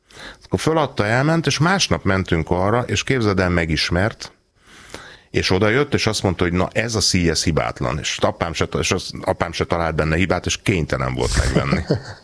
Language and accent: Hungarian; Hungary